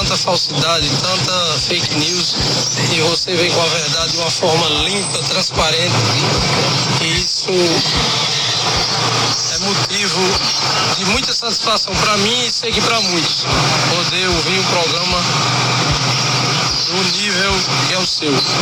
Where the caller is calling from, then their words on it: Pilões, Rio Grande do Norte, Brazil; Pilões, onde eu moro